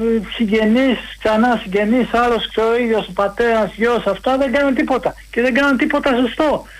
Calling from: Chaidari, Attica, Greece; είμαι από το Χαϊδάρι.

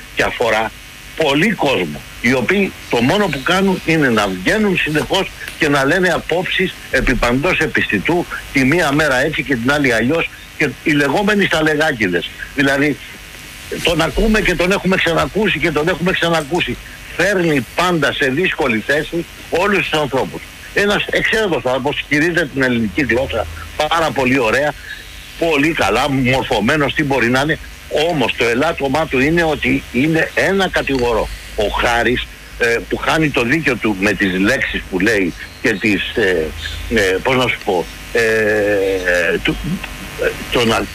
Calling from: Neo Faliro, Attica, Greece; από το Νέο Φάλιρο.

